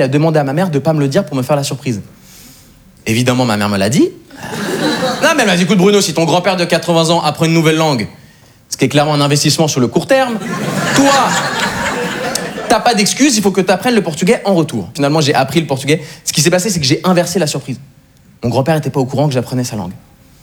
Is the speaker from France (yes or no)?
no; Switzerland; J'ai une tête d'Allemand, j'ai grandi en Suisse et j'ai de la famille en Amérique du Sud.